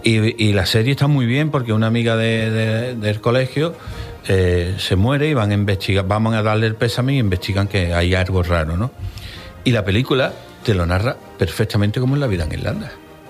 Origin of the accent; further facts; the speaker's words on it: Andalusia, Spain; porque somos sevillanos, andaluces, tenemos que poner mucha tela.